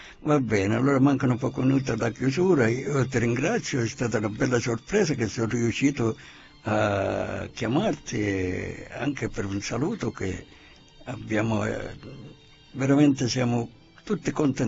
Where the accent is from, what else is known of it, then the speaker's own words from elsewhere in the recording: Calabria, Italy; perché lo sa che io sono calabrese abituato alla vecchia maniera.